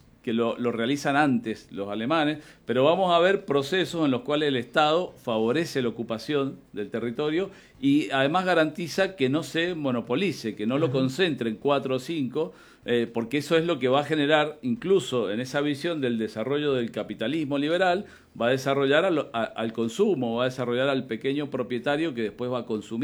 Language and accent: Spanish; Argentina; Y la prioridad somos los argentinos, ¿no?